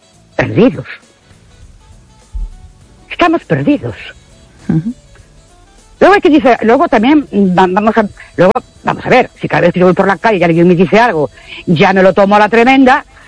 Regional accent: Ourense, Galicia, Spain; Buenas noches … de Orense.

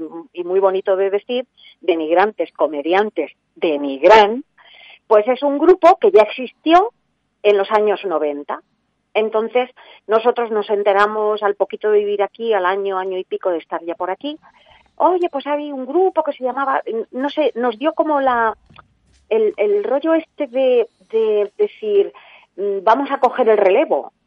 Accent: Murcia, Region of Murcia, Spain; moved away as an adult; also born or lived in Madrid; now in Nigrán, Spain; Yo procedo de Murcia y llegué a Madrid a hacer mi carrera allí.

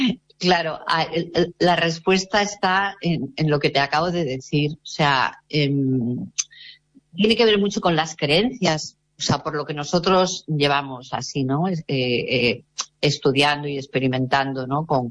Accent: Madrid, Community of Madrid, Spain; moved away as an adult; now in Galicia, Spain; yo soy madrileña, pero llevo aquí 16 años, que aquí en Galicia

